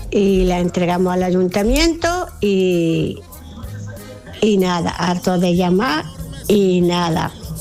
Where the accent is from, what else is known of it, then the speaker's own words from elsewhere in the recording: Guadix, Andalusia, Spain; en mi pueblo, que es Guadix